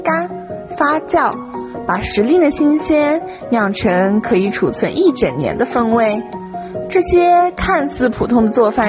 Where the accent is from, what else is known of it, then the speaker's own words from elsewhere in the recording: Wuxi, Jiangsu, China; 作为一个土生土长的无锡人